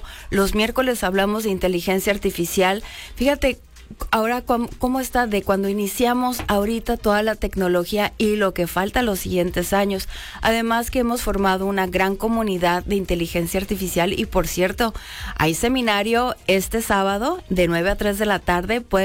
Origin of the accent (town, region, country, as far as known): Mexico